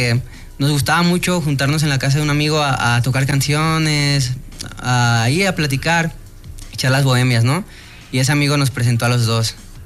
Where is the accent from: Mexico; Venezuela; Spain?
Mexico; Guadalajara, Jalisco; cantautor originario de Guadalajara, Jalisco